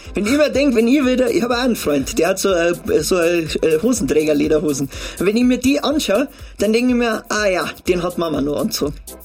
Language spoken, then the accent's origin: German; Munich, Bavaria, Germany; Hier, aus Minga.